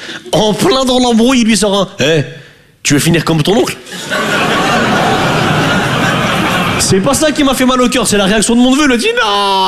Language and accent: French; northern France, France; now in Paris, France; Je viens du nord de la France.